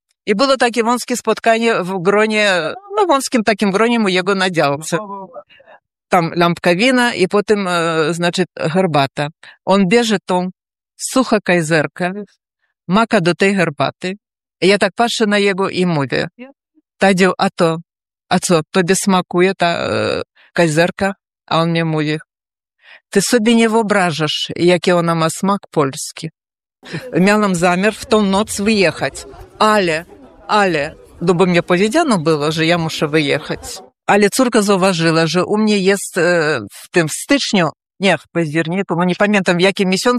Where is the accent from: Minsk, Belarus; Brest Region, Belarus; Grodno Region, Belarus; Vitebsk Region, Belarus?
Grodno Region, Belarus; Lida; moved away as an adult; now in Sopot, Poland; ja jestem Polką uciekinierką z Białorusi. Już 5 lat mieszkam w Polsce.